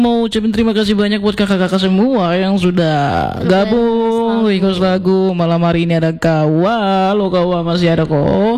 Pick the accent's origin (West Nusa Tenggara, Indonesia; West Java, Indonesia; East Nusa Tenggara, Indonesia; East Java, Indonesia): West Nusa Tenggara, Indonesia; Sumbawa; Oke dong, kita kan orang Sumbawa sama-sama nih. Saya tuh mix Rote Sumbawa sama Alor.